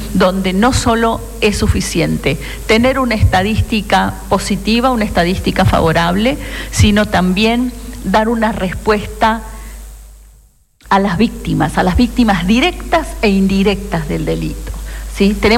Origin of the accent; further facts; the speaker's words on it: Argentina; una asignatura pendiente que teníamos como argentinos